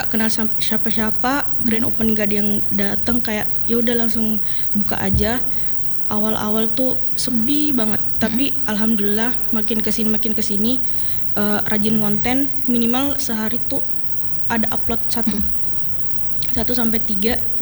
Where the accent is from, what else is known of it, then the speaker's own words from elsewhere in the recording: Makassar, South Sulawesi, Indonesia; now in Mamuju, Indonesia; Apalagi saya tuh di Mamuju pendatang, saya dari Makassar.